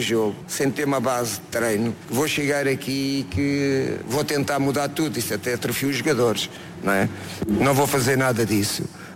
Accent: Portugal; Sou português, amo o meu país.

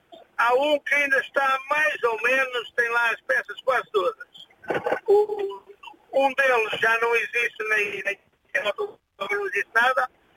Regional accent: Lousada, Porto, Portugal; eu na minha zona, onde eu sou natural do Conselho de Lousada, ali de uma freguesia do Lousada

